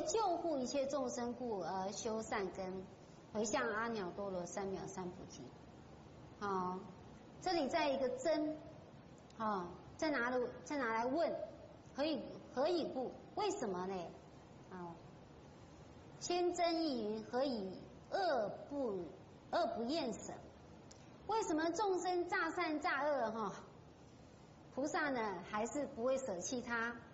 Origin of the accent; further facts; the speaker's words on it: China; 我们中国人讲的是儒家思想，哈，仁义道德。好，如果在宗教的这一方面呢，当然比较适合我们中国人是佛教这一环。